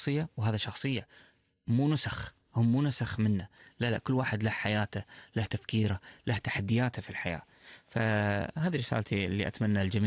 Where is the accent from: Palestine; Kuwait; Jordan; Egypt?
Kuwait; والله أنا أشوف بالمكاتب اللي موجودة عندنا بالكويت